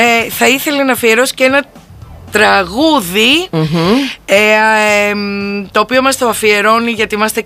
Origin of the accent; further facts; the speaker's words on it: Peloponnese, Greece; Λατρεύω Αρκαδία, αγαπώ Αρκαδία, κατάγομαι από Αρκαδία.